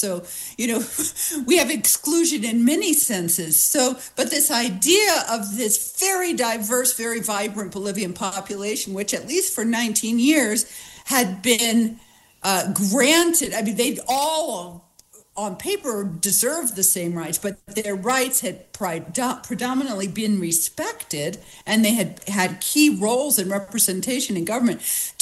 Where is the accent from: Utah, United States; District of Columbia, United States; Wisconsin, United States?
District of Columbia, United States; Washington; interesting because I grew up in Washington